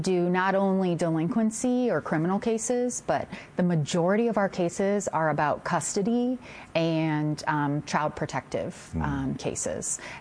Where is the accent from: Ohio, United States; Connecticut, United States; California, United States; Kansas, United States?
Ohio, United States; now in Cincinnati, United States; And so I'm from Northwest Ohio, and mm-hmm. that's where I was born and raised.